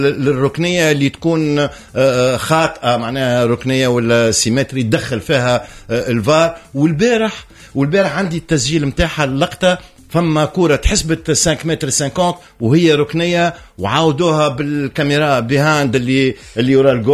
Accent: Tunisia; اللي عندنا في تونس دي راماسور

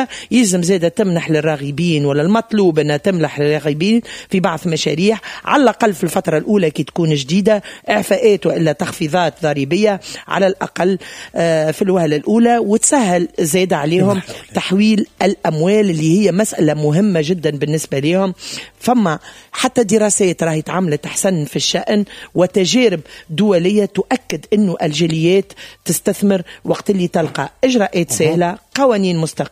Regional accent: Tunisia; وطني وننتمي لتونس

